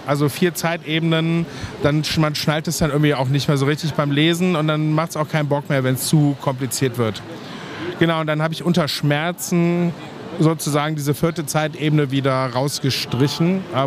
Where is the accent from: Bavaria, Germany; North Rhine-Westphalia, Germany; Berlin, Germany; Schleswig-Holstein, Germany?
North Rhine-Westphalia, Germany; Leverkusen; 51 Jahre, ich komme aus Leverkusen, das ist eine kleine hässliche Stadt in Nordrhein-Westfalen